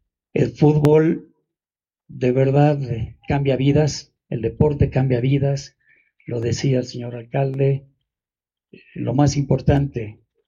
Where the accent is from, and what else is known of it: Bolivia